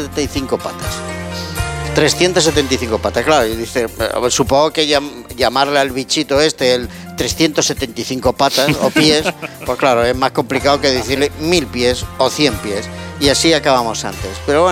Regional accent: Barcelona, Catalonia, Spain; born or raised there

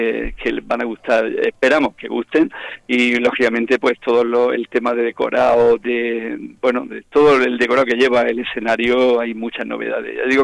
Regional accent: Molina de Segura, Region of Murcia, Spain; born or raised there

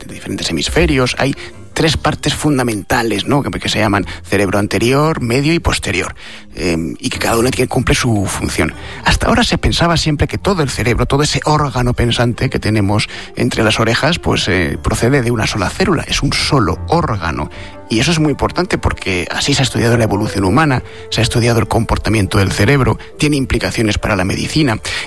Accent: Madrid, Community of Madrid, Spain; Yo que soy madrileño

